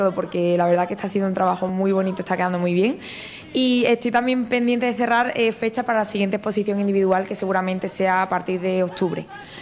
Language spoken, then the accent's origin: Spanish; Seville, Andalusia, Spain